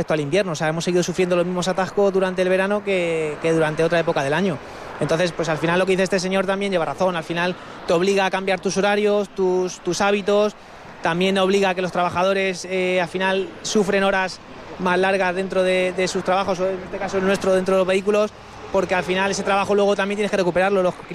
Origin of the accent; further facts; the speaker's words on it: Toledo, Castilla-La Mancha, Spain; Yo soy de Toledo, capital.